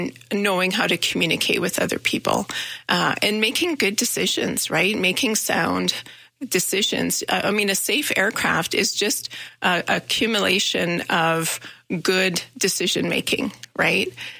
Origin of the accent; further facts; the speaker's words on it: Manitoba, Canada; moved away as an adult; now in Calgary, Canada; I'm originally from Manitoba, and I came to SAIT, and I remember driving to Calgary. And so everything's new. I didn't know anybody. Went to SAIT for aircraft maintenance, and then ended up staying here in Calgary and working in Calgary.